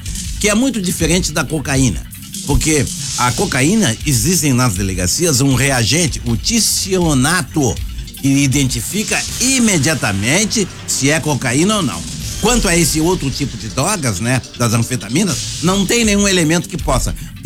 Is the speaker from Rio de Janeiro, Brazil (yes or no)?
no; Porto Alegre, Rio Grande do Sul, Brazil; na minha querida Vila Jardim, onde nasci e me criei.